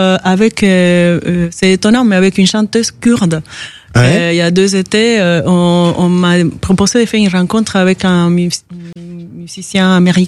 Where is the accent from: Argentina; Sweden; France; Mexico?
Argentina; Rosario, Santa Fe; moved away; On vient d'Argentine